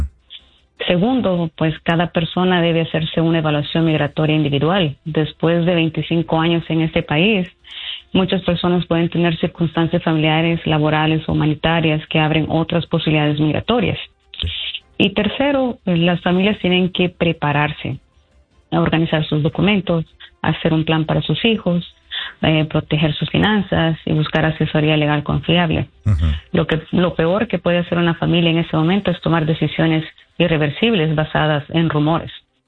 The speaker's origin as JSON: {"language": "Spanish", "country": "El Salvador", "said": "y yo, como salvadoreña, me atrevería a decir que muchos de nuestros compatriotas se han dormido en sus laureles"}